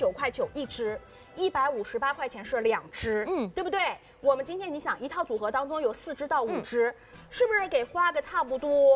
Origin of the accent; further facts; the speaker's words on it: Shanghai, China; 我们上海人其实